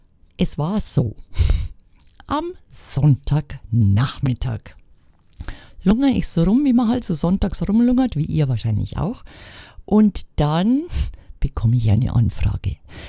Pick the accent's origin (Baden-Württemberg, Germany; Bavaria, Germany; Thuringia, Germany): Bavaria, Germany; Sie ist ein bisschen genannt, sagt man bei uns in Bayern, geschammig, schüchtern, schüchtern.